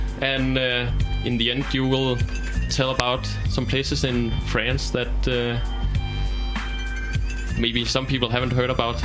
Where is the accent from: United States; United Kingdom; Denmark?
Denmark; moved away as an adult; now in Cluj-Napoca, Romania; I come from Denmark.